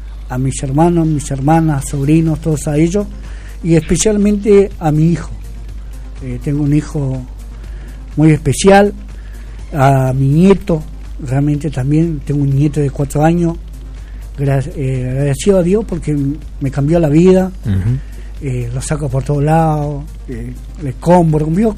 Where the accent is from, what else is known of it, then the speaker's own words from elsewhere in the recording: Junín, Argentina; Junín es mi pueblo querido. Y como dije yo, acá voy a morir y acá voy a trabajar por mi pueblo.